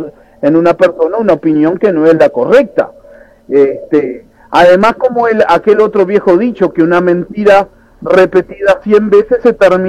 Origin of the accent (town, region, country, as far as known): Uruguay